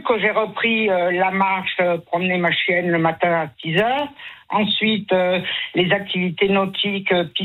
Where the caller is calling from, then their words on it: Clapiers, Occitanie, France; Clapiers, au-dessus de Montpellier, au nord-est de Montpellier.